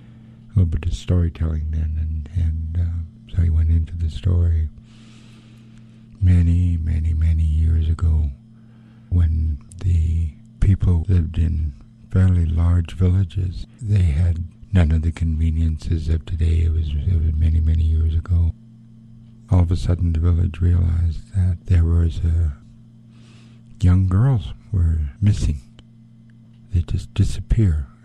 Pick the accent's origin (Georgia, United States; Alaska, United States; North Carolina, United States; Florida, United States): Alaska, United States; Craig; also born or lived in Hydaburg, Alaska; I'm Eagle Moiety in Frog Clan. I was born in Craig on Prince of Wales Island. My mother is from Heidelberg, so we grew up in both of those two communities. We spent a lot of time in Craig, because that's where my father was from